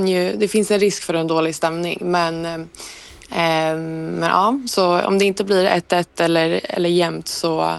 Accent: Sweden; now in Paris, France; som svensk

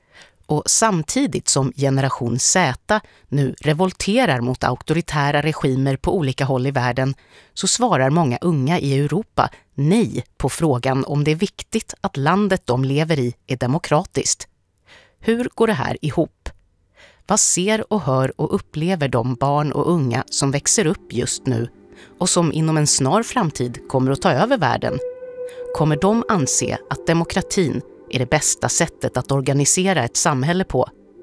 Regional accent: Sweden; Jag växte upp i Sverige under den moderna demokratins guldålder och har kunnat ta demokratin för given under större delen av mitt liv.

